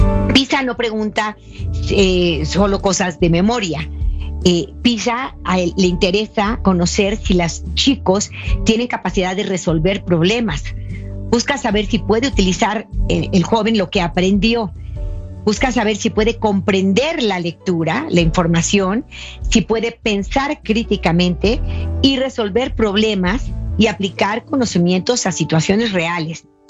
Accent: Mexico; En nuestro país, yo soy de México

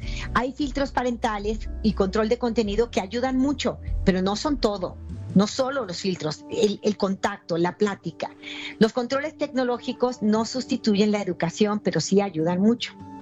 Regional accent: Mexico; O en mi país, México

